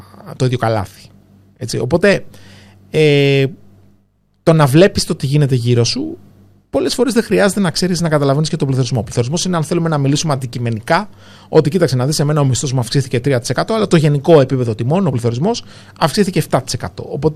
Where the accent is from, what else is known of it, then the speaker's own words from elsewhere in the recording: Greece; now in Singapore; εγώ που είμαι Έλληνας